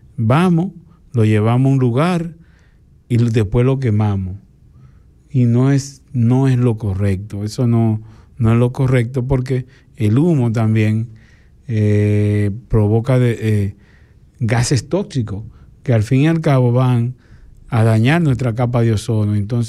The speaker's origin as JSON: {"language": "Spanish", "country": "Dominican Republic", "said": "nosotros como dominicanos"}